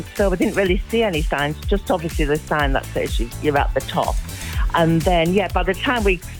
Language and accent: English; Hull, Yorkshire and the Humber, United Kingdom; moved away as an adult; now in Jersey; I'm from Hull. Originally.